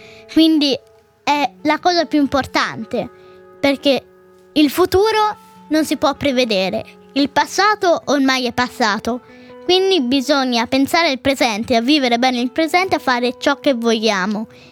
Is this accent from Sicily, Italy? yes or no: no; Carrara, Tuscany, Italy; Io sono di Carrara